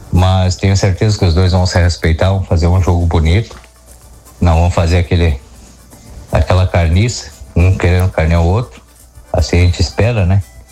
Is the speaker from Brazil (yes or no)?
yes; Brazil; Nós somos brasileiros, torcemos para a seleção brasileira